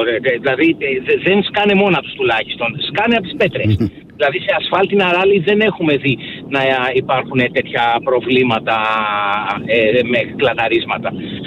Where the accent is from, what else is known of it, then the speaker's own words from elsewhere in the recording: Greece; Εμείς ως Έλληνες